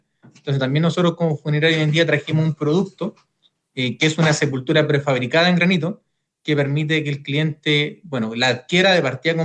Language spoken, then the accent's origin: Spanish; Concepción, Biobío, Chile; now in Los Ángeles, Chile; comparé Concepción, que era mi ciudad natal, donde yo nací, y Los Ángeles, que era la ciudad donde yo me encontraba trabajando.